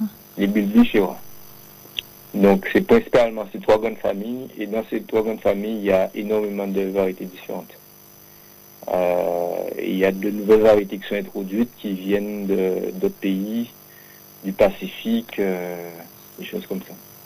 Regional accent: Les Abymes, Guadeloupe; Et moi, en fait, je suis originaire des Grands Fonds des Abîmes.

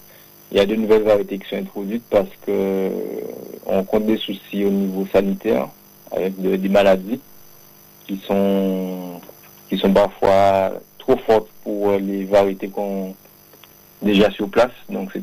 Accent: Les Abymes, Guadeloupe, France; je suis originaire des Grands Fonds, Gonfron des Abîmes.

